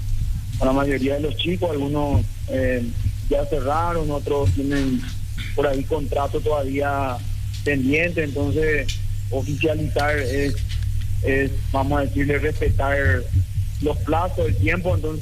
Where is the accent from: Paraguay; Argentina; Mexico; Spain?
Paraguay; Nosotros como paraguayo